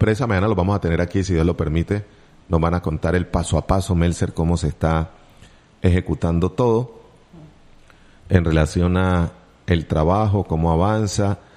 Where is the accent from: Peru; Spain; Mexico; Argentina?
Argentina; Yo soy argentino, pero soy hincha de Colombia.